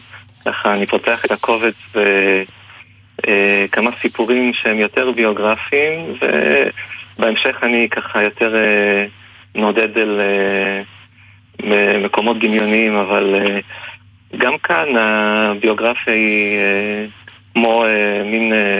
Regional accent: Lod, Central District, Israel; also born or lived in Russia; אני ככה גדלתי בלוד אחרי שעליתי בגיל 6.

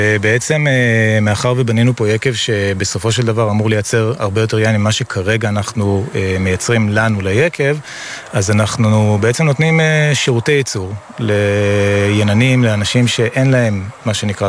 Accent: Jerusalem, Jerusalem District, Israel; moved away; also born or lived in Italy; אני ירושלמי

